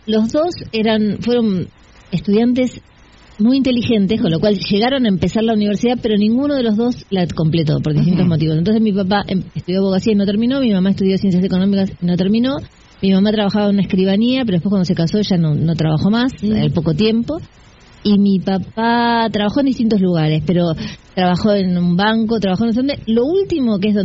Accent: Burzaco, Buenos Aires Province, Argentina; Todos mis amigos de la infancia son de Burzaco

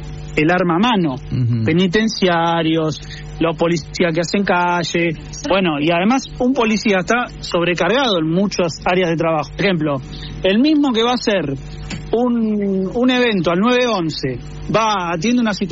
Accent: La Plata, Buenos Aires Province, Argentina; yo soy de La Plata

